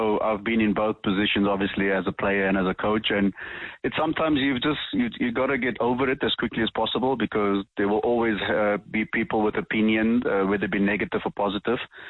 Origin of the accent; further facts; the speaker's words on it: South Africa; No, listen, we're South African. We always got to have snacks.